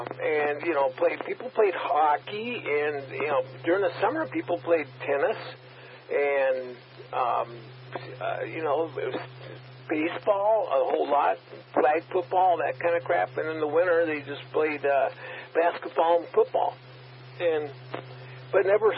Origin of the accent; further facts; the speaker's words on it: Norman, Minnesota, United States; moved away as an adult; growing up in Norman, Minnesota, and graduating from the class of 71 in high school, I didn't even know what soccer was until I moved out here in 1980